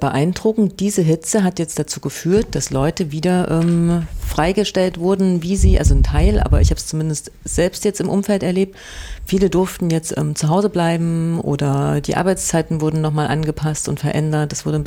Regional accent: Jena, Thuringia, Germany; Ich komme ja aus Jena

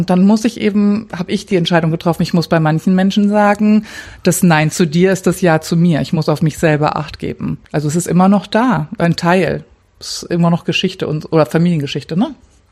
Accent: Cuxhaven, Lower Saxony, Germany; also born or lived in Hamburg; Ja, ich bin eine Hamburgerin und dann in Cuxhaven groß geworden und habe mein Leben lang nur in Westdeutschland gelebt.

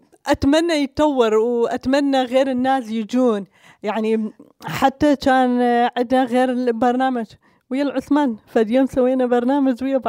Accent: Iraq; أنا أقول من بداية أنا كردية من العراق وبرنامجنا بعد مرات نحكي بالكردي

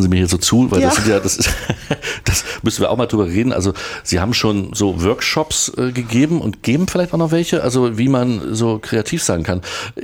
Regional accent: Erfurt, Thuringia, Germany; Weil ich auch gebürtiger Erfurter bin.

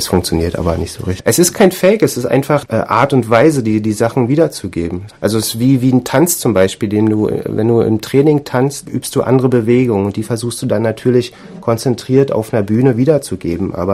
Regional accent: Berlin, Germany; moved away as an adult; now in Dresden, Germany

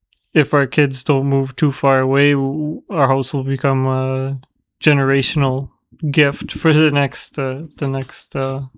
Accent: Canada; moved away as an adult; now in Germany; when you grow up where we grew up in Canada, it's very multicultural and accepting and open. And when we first moved to Germany and we lived in Dresden

